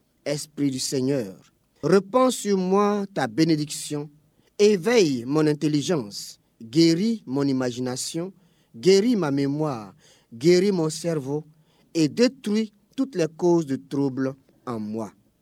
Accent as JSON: {"language": "French", "country": "Côte d’Ivoire", "said": "chez nous en Côte d'Ivoire"}